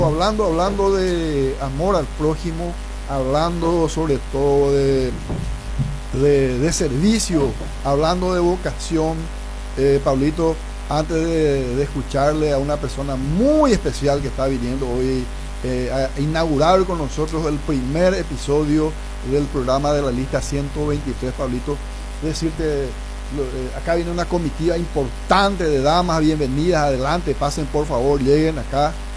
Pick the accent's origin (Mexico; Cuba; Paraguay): Paraguay